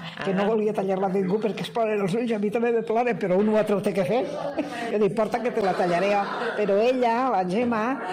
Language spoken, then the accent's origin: Catalan; Valencian Community, Spain; jo soc valenciana